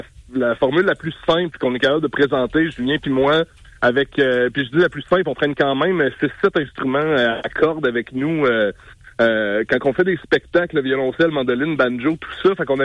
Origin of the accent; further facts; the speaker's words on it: Quebec, Canada; On est des gars des cantons de l'Est